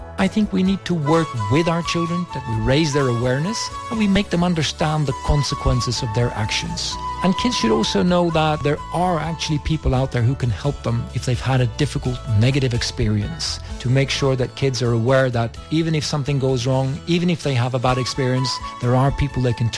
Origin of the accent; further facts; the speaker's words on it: Norway; English is a second language; I come from Norway.